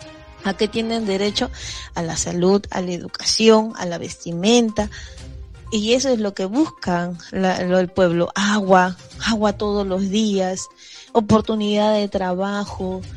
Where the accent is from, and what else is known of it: Peru